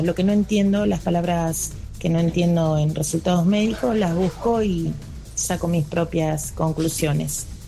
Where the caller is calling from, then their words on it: Santa Fe, Argentina; de Santa Fe